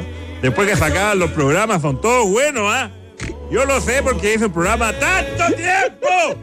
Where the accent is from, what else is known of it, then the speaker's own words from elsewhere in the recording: Talca, Maule, Chile; born there; Claro que sí, pues en Talca. Hincha de Rangers.